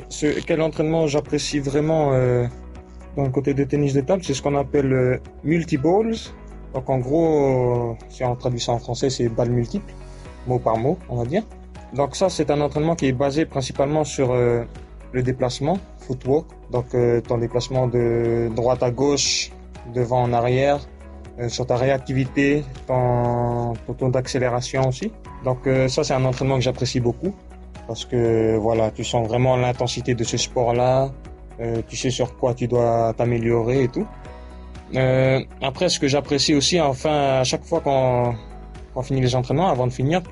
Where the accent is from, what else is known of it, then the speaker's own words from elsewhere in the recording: Shefa, Vanuatu; je suis originaire des Fatés, principalement du village des Raccords. J'ai 22 ans.